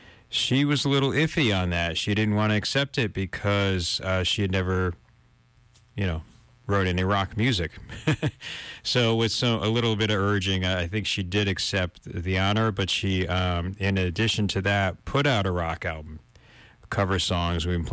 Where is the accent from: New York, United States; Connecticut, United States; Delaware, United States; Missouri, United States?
Connecticut, United States; Milford; when I was a kid, I grew up in Milford